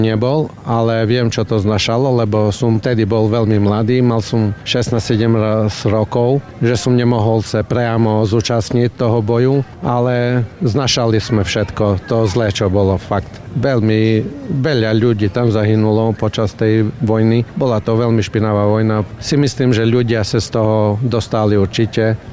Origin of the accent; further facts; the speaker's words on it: Zagreb, City of Zagreb, Croatia; Slovak is a second language; now in Prešov, Slovakia; Tam som sa narodil, žili sme tam. To vlastne bolo niekedy bývalá Jugoslávia a potom sa to rozdelilo, ale Záhreb viac menej všetci poznajú, je to veľké mesto a dobre sa tam žilo